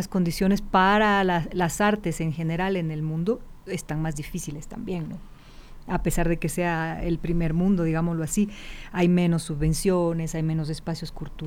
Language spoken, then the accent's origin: Spanish; Ecuador; moved away as an adult; now in France; como ecuatoriano le afecta mucho la falta de luz.